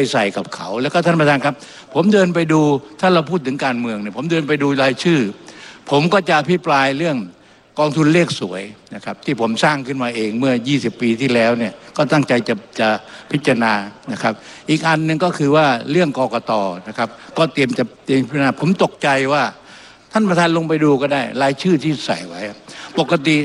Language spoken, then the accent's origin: Thai; Songkhla, Thailand; ผมเป็นคนสงขลา